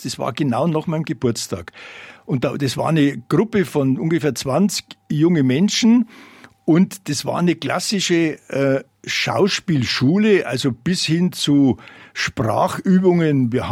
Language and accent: German; Munich, Bavaria, Germany; Also, ich bin ein 50er Jahrgang. Ich bin in München aufgewachsen